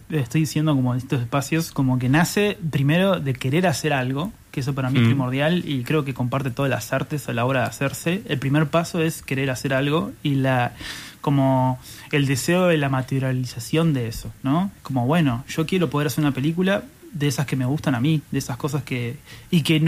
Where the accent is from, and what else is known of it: Uruguay